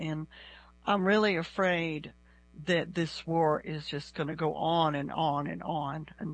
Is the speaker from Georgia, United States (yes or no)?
yes; Georgia, United States; moved away; I'm from Georgia originally.